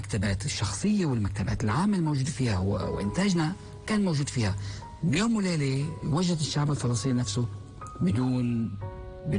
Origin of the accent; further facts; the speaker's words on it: Palestine; نحن كفلسطينيين في حالة خاصة وفترة زمنية تتطلب منا إعادة تشكيل هويتنا